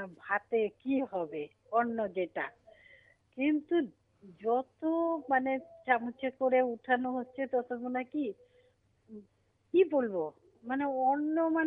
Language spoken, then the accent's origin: Bangla; West Bengal, India; born there; now in Siliguri, India; আমি কলকাতার ওদিককার মেয়ে।